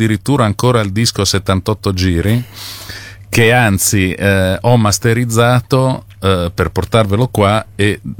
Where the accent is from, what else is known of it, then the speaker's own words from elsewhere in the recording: Milan, Lombardy, Italy; born there; also born or lived in São Paulo, Brazil; Al tempo in cui ascoltavo questo disco abitavo a Milano.